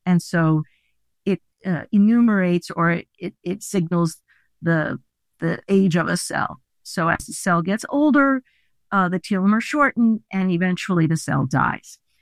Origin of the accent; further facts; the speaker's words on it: Italy; first language Italian; English is a second language; And as you know, the book was originally written in Italian, which is my mother tongue.